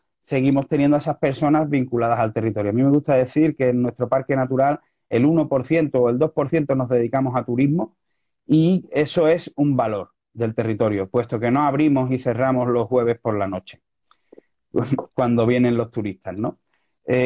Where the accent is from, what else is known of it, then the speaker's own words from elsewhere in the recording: Andalusia, Spain; somos raros dentro de Andalucía, y no hemos tenido tanta influencia árabe